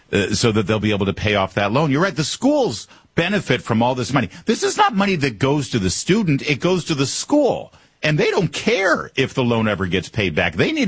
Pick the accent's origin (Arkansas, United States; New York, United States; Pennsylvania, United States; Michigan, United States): Michigan, United States; Plymouth; Listen, I just mentioned my hometown, Plymouth, Michigan, and here we've got Dale from Plymouth, Michigan.